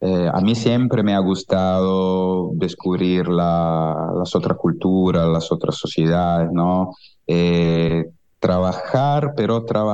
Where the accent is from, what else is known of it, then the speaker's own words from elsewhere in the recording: Genoa, Liguria, Italy; en mi ciudad, en Génova